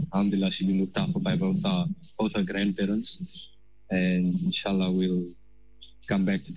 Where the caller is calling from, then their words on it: Johannesburg, Gauteng, South Africa; So I'm from Johannesburg, and alhamdulillah